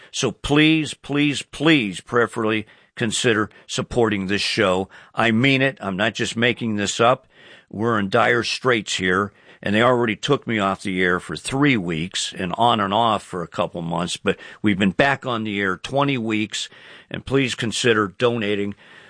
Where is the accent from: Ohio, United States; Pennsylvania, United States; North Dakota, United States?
Ohio, United States; Canton; I live less than a mile away from the Football Hall of Fame. And born and raised in Canton, but I've spent a lot of time in Cleveland.